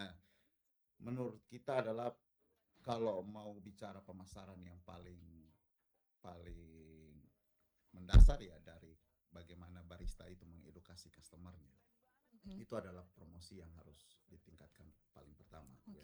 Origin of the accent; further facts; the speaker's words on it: Bajawa, East Nusa Tenggara, Indonesia; Oke, karena saya asli Bajawa.